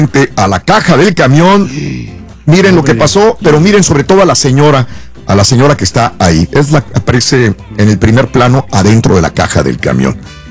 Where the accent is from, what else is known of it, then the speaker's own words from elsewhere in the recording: Mexico; hablo por México, que soy mexicano